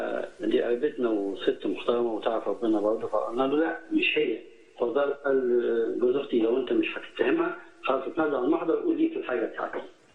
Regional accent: Luxor, Luxor Governorate, Egypt; من الأقصر يا ابونا.

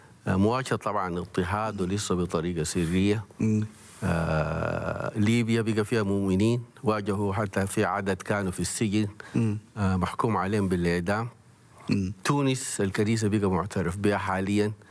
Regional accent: Sudan; فنحن عندنا مسؤولية كسودانيين

